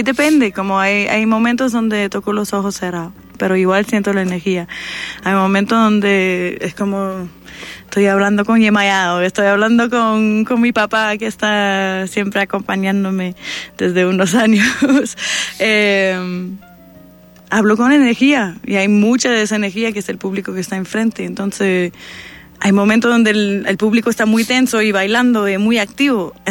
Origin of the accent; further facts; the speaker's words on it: Montreal, Quebec, Canada; porque yo soy de Montreal, de la parte francófona de Canadá